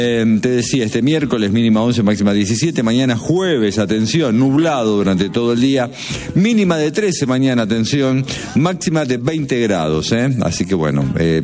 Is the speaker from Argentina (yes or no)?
yes; Argentina; porque así lo decretamos y porque somos argentinos.